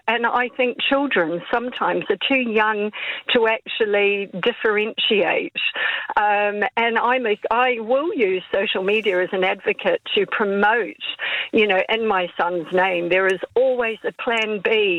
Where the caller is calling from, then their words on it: New Zealand; I'm from down under, I'm from New Zealand